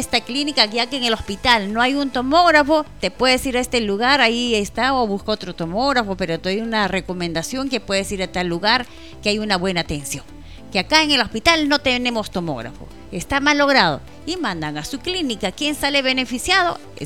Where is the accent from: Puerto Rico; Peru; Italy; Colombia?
Peru; Somos todos los peruanos. Somos todos los peruanos